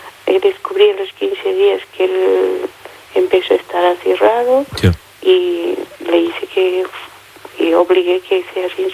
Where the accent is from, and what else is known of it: Peru